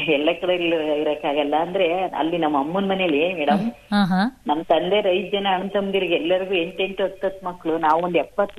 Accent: Karnataka, India; now in Hassan, India; ಬೆಳಮೆ ಅಂತ ಮೇಡಮ್, ಪಾಳ್ಯ ಬಾಳು ಇದೆಯಲ್ಲ, ಅದ್ರ ಮುಂದೆ ಅದ್ ಎದುರುಗ ಸಿಗುತ್ತೆ ಮಧ್ಯದಲ್ಲಿ, ಅಲ್ಲಿ ರೈತಿಗೆ ಹೋದ್ರೆ ಅಲ್ಲಿ ಬೆಳಮೆ ಅಂತ ಇದೆ

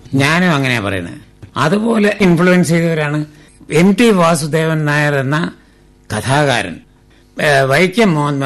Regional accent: Kerala, India; ഒരു തമിഴ് കുടുംബത്തിൽ ജനിച്ച് ഞാൻ മലയാളിയായി വളർന്നതും.

